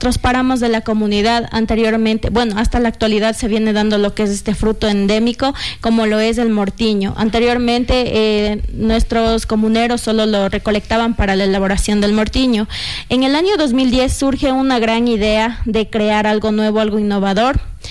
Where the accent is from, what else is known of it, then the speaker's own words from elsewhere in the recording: Sigchos, Cotopaxi, Ecuador; yo vengo del Cantón Sichos, de la comunidad de Quinticucí, donde nace este gran emprendimiento